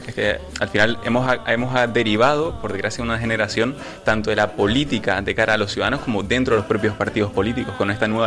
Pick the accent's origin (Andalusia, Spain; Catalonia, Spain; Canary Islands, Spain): Canary Islands, Spain